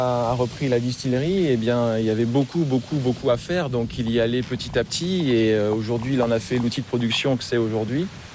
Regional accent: Marie-Galante, Guadeloupe, France; moved away as an adult; Oui, alors moi j'ai grandi à Marie-Galante, absolument, ouais, toute mon enfance, jusqu'à la 5e où je suis parti ensuite en Guadeloupe, au collège Carnot et puis ensuite le lycée Jardin d'Essai. Et après, les études supérieures en métropole.

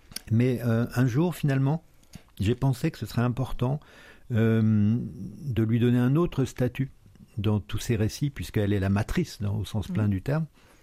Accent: Nice, Provence-Alpes-Côte d'Azur, France; born there; je suis né à Nice d'ailleurs, ce qui est absurde, ma grand-mère, de peur que les voisins voient ma mère au ventre arrondi, elle l'avait exilée, il n'y a pas d'autre mot, sur les hauteurs de Nice, chez des bergers

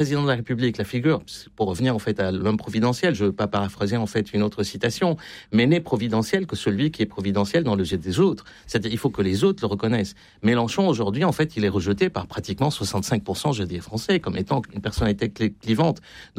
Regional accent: France; Donc, on a un peu mangé notre chapeau aussi en tant que Français.

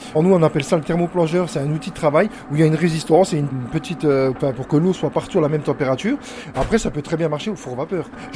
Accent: Grand Est, France; on a des très bonnes viandes chez nous en Lorraine

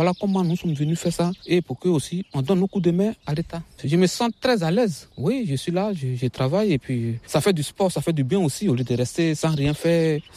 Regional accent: Côte d’Ivoire; Je viens de la Côte d'Ivoire.

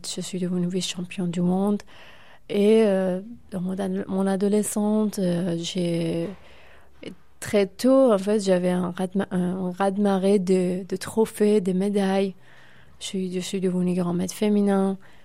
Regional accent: Iran

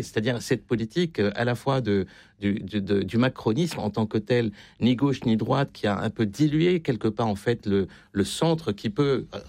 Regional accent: France; on a un peut manger notre chapeau aussi en tant que Français.

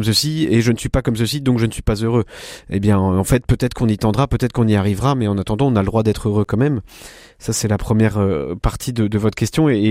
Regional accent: Versailles, Île-de-France, France; moved away as an adult; je suis originaire de Versailles, donc j'ai toujours vécu en région parisienne

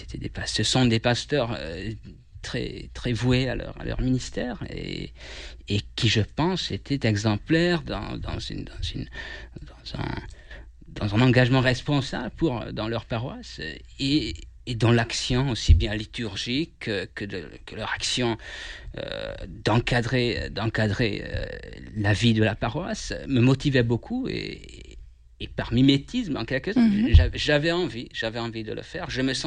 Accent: Hungary; French is a second language; moved away as an adult; now in France; Moi, je suis d'origine hongroise et ça fait bientôt 4 ans que je suis en France. Je suis arrivé dans le cadre d'un échange étudiant Erasmus en août 2022, puisque avant, j'étais étudiant à la faculté luthérienne de théologie de Budapest

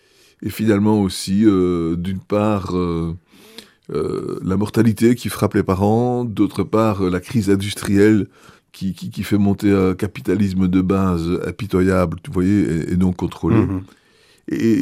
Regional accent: Liège, Wallonia, Belgium; chez nous à Liège

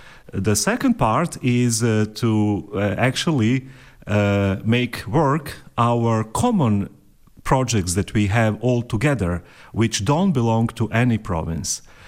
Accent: Bosnia & Herzegovina; English is a second language; also born or lived in Croatia; now in Brussels, Belgium; I'm a Jesuit priest, Catholic priest from Croatia, although I'm originally from Bosnia-Herzegovina, so probably it's not that often that you meet us around here in Brussels.

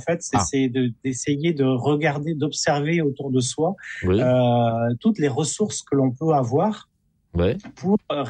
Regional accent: Brittany, France; peut cultiver chez nous en Bretagne

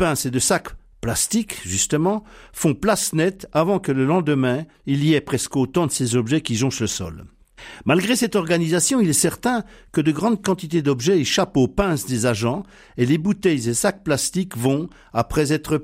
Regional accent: Bourgogne-Franche-Comté, France; Chez nous, en Franche-Comté

